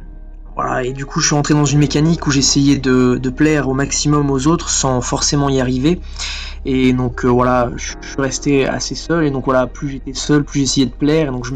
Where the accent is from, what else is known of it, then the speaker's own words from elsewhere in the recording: Villard-de-Lans, Auvergne-Rhône-Alpes, France; also born or lived in Chamonix; Ben, moi, je suis né à Chamonix, donc à la montagne. Et très vite, donc à l'âge de mes 4 ans, on a déménagé avec ma famille à Villard-de-Lans.